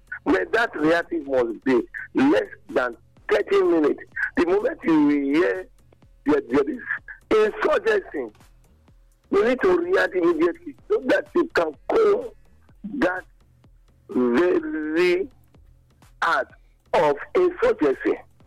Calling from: Nigeria; I'm calling from Igbo Okoro this morning.

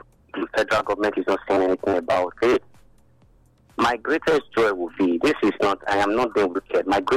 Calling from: Benin; I'm calling from Benin. Coach, I'm calling from Benin.

